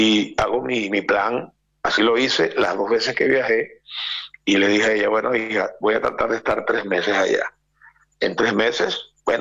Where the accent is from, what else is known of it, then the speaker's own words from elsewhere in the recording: Venezuela; no lo digo como venezolano, no soy nacionalista ni regionalista en el mal sentido